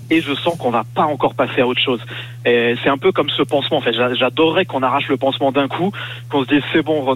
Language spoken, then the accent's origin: French; Portugal; En tant que Portugais, on en a marre.